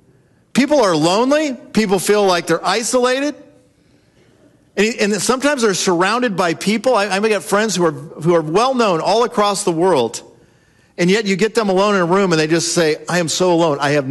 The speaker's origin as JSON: {"language": "English", "region": "California", "country": "United States", "tie": "born or raised there", "said": "Jared and I grew up in Southern California. She had a small pool in her backyard. I had a small pool in my backyard."}